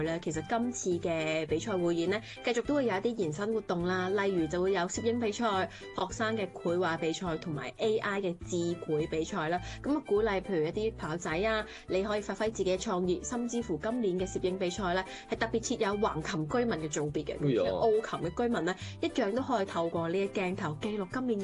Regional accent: China; 嗱咁，但系对于我哋中国人嚟讲，最紧要嗰日梗系国庆节啦。

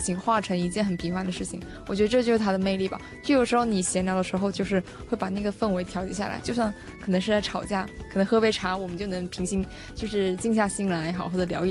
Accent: Guangdong, China; 我呢是来自潮汕的嘛，大家讲到潮汕肯定会讲到它的茶文化，因为它的功夫茶其实非常的出名。

